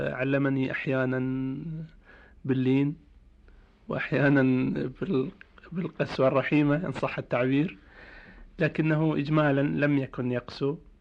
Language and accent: Arabic; Al-Jishah, Eastern Province, Saudi Arabia; born or raised there; also born or lived in Hofuf